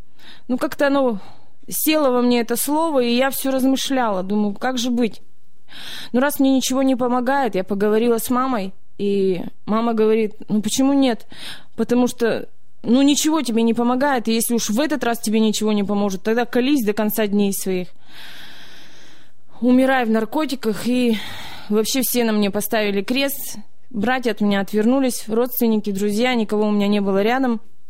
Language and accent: Russian; Chaykovsky, Perm Krai, Russia; born or raised there